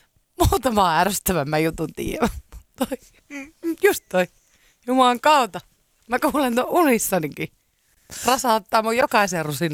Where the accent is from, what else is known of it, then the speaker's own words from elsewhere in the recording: Vantaa, Uusimaa, Finland; pienenä aina Martinlaaksossa mentiin tämmössä.